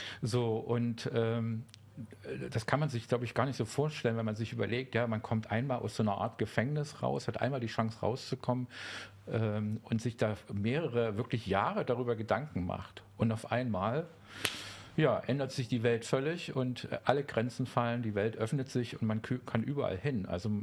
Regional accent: Germany; now in Berlin, Germany; Ich bin in der DDR groß geworden

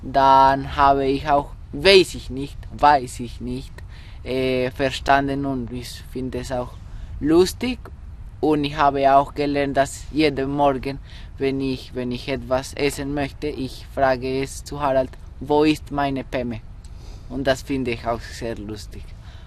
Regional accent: Bogotá, Cundinamarca, Colombia; German is a second language; Ajiaco ist eine Suppe von von einer Zone in Kolumbien, wo ich geboren bin und wo ich lebe. Das Hauptstadt von Kolumbien. Das ist eine Zone, das heißt Cundiboyacense.

